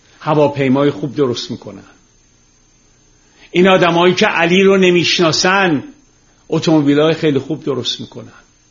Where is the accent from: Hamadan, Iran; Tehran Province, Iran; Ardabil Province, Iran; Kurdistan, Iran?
Tehran Province, Iran; Tehran; من روزی که خیابون کوچه های تهرون رو تیر میذاشتن که سیم برق بکشن یادمه. خونه ما که برق کشیدن، همسایه روبرویمون اومد به مادر من گفت این بچه ها تو میکشه.